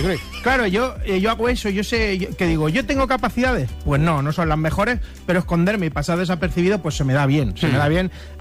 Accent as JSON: {"language": "Spanish", "town": "Rubí", "region": "Catalonia", "country": "Spain", "said": "Que claro, nosotros somos de Rubí. Nosotros somos de Rubí."}